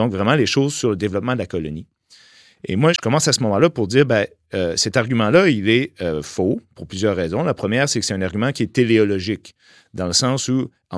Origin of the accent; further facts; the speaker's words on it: Rimouski, Quebec, Canada; also born or lived in Gaspésie; je suis originaire de la Gaspésie, j'ai grandi à Rimouski.